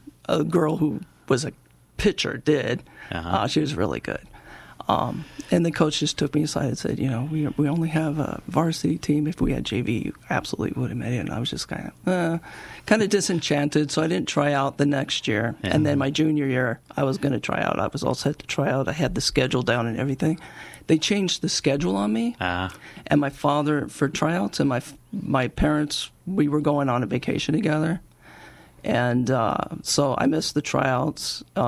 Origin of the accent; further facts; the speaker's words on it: California, United States; also born or lived in New Jersey / Dallas / Albuquerque / San Jose; Well, I was born in California, kind of raised in California, moved to New Jersey when I was like 7, and then we moved to the Dallas area.